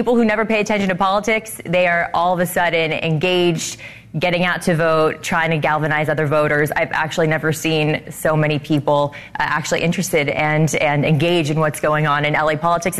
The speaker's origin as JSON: {"language": "English", "town": "Los Angeles", "region": "California", "country": "United States", "tie": "born or raised there", "said": "You talk about the L.A. mayor's race. I mean, this is my hometown."}